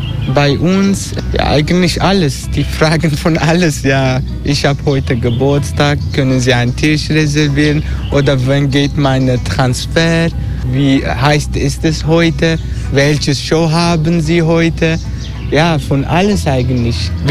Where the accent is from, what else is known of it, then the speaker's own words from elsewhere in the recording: Turkey; German is a second language; ich komme aus Türkei, dann ich möchte Tourismus und Türkei ist natürlich berühmt mit das und deswegen bin ich zurückgekommen.